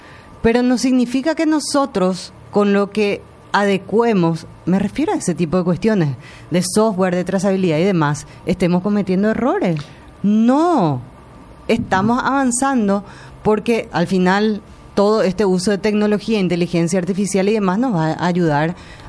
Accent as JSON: {"language": "Spanish", "country": "Paraguay"}